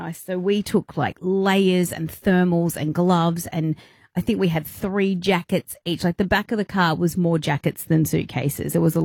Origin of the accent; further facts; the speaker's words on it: England, United Kingdom; born there; I was born in England